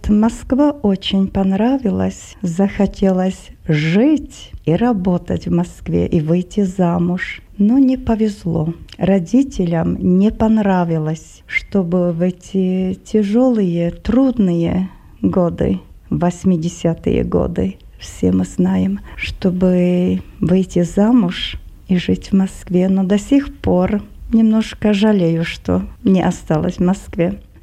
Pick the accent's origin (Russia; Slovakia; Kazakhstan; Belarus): Slovakia; Svidník, Prešov Region; Russian is a second language; Вот, например, после учебы в гимназии у меня в родном городе в Свиднике я поступила в университет, в философский факультет.